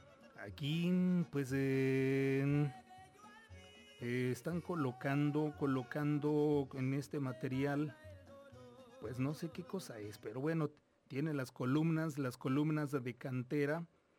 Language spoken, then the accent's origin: Spanish; Mexico